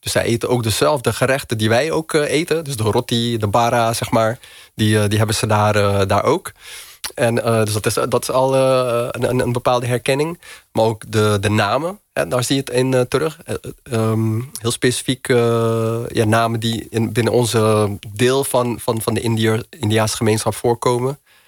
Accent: Rotterdam, South Holland, Netherlands; Ik kom uit Rotterdam

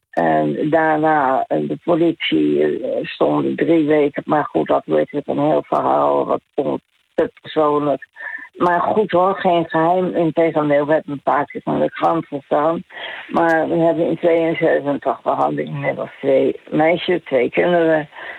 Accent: The Hague, South Holland, Netherlands; born there; moved away as an adult; also born or lived in Amsterdam; Ik ben bijna 88. Ik ben ingetrouwd. Ik kom daar eigenlijk uit Den Haag. Scheveningen geëvacueerd naar Den Haag.

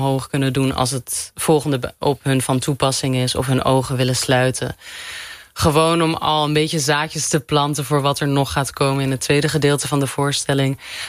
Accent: Morocco; ik heb een hele Marokkaanse opvoeding gehad. Ik ben voor een groot deel ook door mijn grootmoeder opgevoed. En ik kom uit Marokko en het is een islamitisch land

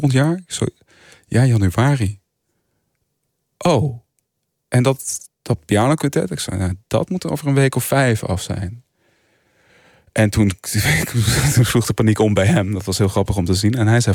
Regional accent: Culemborg, Gelderland, Netherlands; Kom ik uit. Ja. En ben ik opgegroeid.

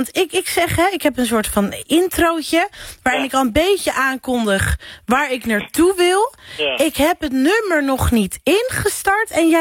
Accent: Amsterdam, North Holland, Netherlands; Ik ben Amsterdamse.

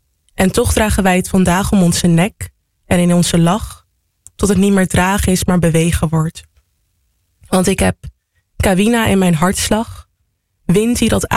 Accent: The Hague, South Holland, Netherlands; Ik ben hier geboren in Nederland, geboren in Haagenees.

